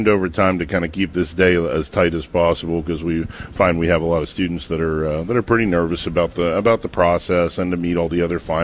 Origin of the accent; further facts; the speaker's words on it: Weirton, West Virginia, United States; I'm from Weirton, West Virginia, and didn't have a lot of friends that had looked at West Virginia Wesleyan